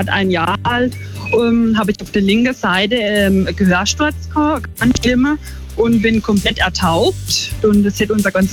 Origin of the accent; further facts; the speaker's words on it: Schonach im Schwarzwald, Baden-Württemberg, Germany; ich komme aus Schonach im Schwarzwald